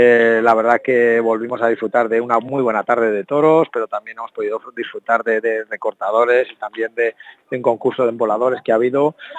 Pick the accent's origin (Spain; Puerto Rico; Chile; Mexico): Spain; Calanda, Aragon; yo es que estoy enamorado de mi pueblo y sobre todo de mi gente y de la gente de Calanda